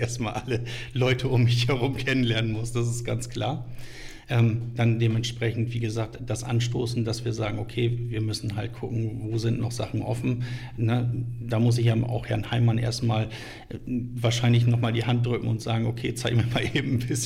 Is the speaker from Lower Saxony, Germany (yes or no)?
yes; Wittmund, Lower Saxony, Germany; moved away as an adult; also born or lived in Essen / Solingen; ich bin ja in Wittmund geboren, muss man dazu sagen, aufgewachsen, war mal ein paar Jahre unterwegs, ne? Essen, Ruhr, Solingen und so weiter. Und es ist aber so, dass es doch meine Heimat ist letztendlich.